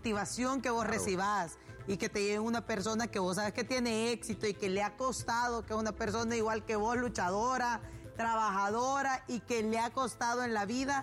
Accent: Honduras; como hondureños nos alegra.

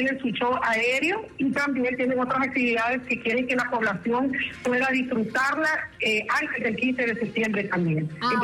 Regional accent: Honduras; nos identifica como hondureños

